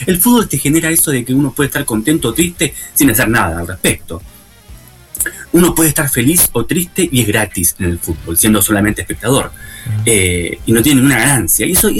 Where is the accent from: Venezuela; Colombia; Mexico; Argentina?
Argentina